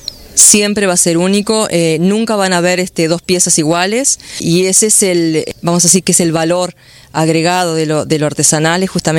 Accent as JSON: {"language": "Spanish", "town": "Playa Pascual", "region": "San José", "country": "Uruguay", "tie": "born or raised there", "said": "Yo soy artesana y artista textil, soy de San José, de Playa Pascual."}